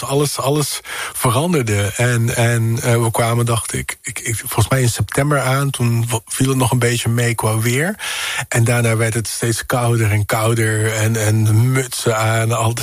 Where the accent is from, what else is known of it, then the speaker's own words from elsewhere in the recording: Tilburg, North Brabant, Netherlands; born there; also born or lived in Curaçao, Netherlands Antilles; ik heb echt de periodes meegemaakt, voornamelijk in Tilburg.